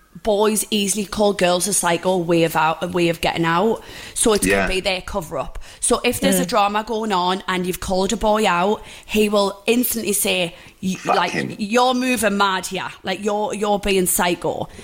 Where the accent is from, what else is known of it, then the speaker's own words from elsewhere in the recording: Newcastle upon Tyne, North East England, United Kingdom; We're Geordie girls, and we are renowned for being, like, a bit cray-cray.